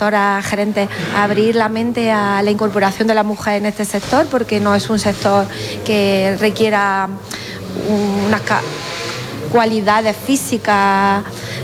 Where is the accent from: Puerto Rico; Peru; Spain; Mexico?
Spain; Andalusia; soy de la Sierra de Segura